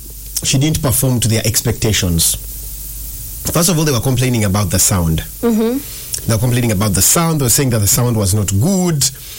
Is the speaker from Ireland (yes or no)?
no; Uganda; I'm from Uganda.